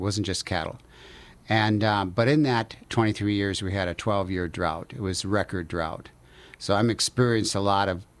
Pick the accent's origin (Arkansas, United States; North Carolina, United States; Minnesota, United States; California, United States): Minnesota, United States; moved away as an adult; also born or lived in Montana; now in Las Cruces, United States; I grew up in Minnesota